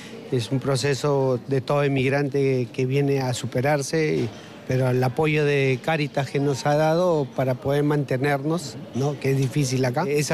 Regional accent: Peru; moved away as an adult; now in Basque Country, Spain; En mi país, que soy peruano

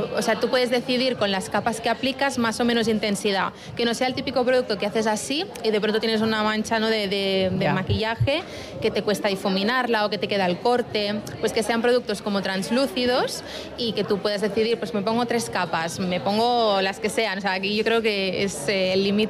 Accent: Mediterranean coast, Spain; yo soy del Mediterráneo, pero soy blanca, o sea, soy muy, muy pálida.

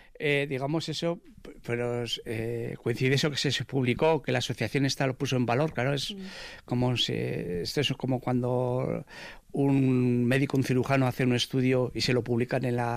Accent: Vitoria-Gasteiz, Basque Country, Spain; yo tengo la suerte de estar aquí en el casco viejo porque yo, desde que nací, estoy viviendo en el seminario viejo, que es donde vive la familia de mi madre. Y luego, yo soy de La Pinto. He vivido siempre en la pintorería.

